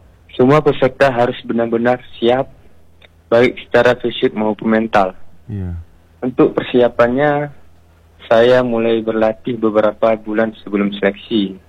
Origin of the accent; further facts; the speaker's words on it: Aceh, Indonesia; berasal dari Dede Bukti, Kecamatan Sukamakmur, Aceh Besar. Saat ini saya sekolah di Sekolah Rakyat Menengah Atas 1 Aceh Besar dan duduk di kelas 10.